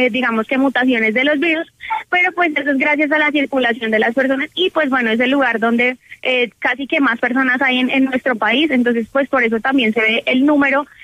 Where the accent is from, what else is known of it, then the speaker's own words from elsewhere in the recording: Colombia; Lo que pasa es que nosotros como colombianos